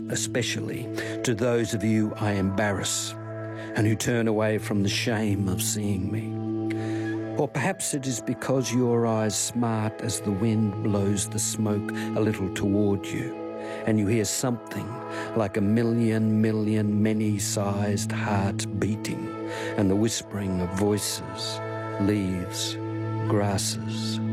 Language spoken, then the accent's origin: English; Albany, Western Australia, Australia; born or raised there